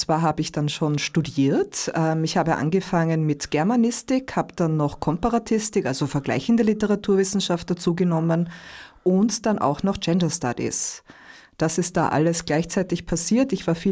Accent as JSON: {"language": "German", "region": "Vienna", "country": "Austria", "tie": "born or raised there", "said": "Im 22. Bezirk in Wien."}